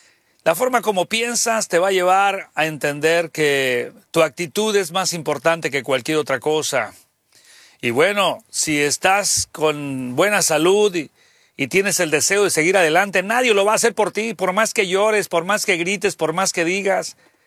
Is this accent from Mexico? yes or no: yes; Mexico